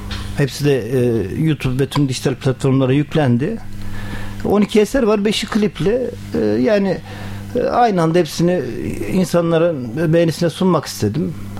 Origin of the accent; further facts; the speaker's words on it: Şarkışla, Sivas, Turkey; born there; now in Ankara, Turkey; 1982 yılında Sivas Şarkışla Mescitli Köyü'nde dünyaya gelmişim.